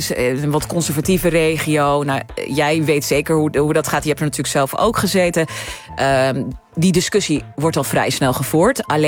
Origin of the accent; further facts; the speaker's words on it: Netherlands; ik ben natuurlijk geboren en getogen in Nederland. En dan ga ik voor het eerst naar Turkije. Ja, ik ben toch gewoon Nederlands.